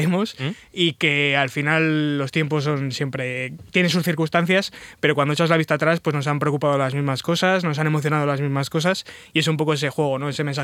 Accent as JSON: {"language": "Spanish", "town": "Soria", "region": "Castile and León", "country": "Spain", "tie": "born or raised there", "also_born_or_lived": "three cities", "said": "el viernes fue en Soria, que es mi ciudad natal y donde me apetecía bautizar al niño, por así decirlo"}